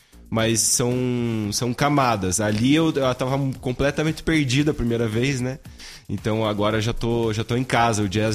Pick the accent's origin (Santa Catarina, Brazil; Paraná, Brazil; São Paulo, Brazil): Paraná, Brazil; Antonina; Eu sou de Antonina, então tem essa coisa da maresia, né? Do mar e etc.